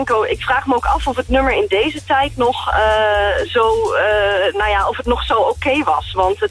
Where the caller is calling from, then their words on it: Apeldoorn, Gelderland, Netherlands; ik kom uit Apeldoorn